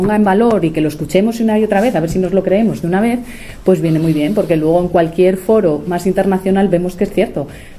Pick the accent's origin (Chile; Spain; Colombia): Spain